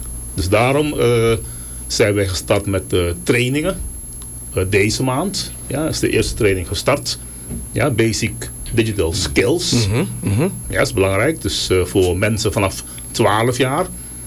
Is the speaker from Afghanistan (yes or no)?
no; Suriname